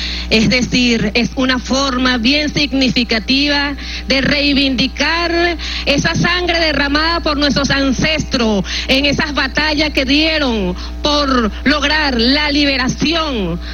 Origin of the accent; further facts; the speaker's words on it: Venezuela; nuestra cultura e identidad como venezolanos.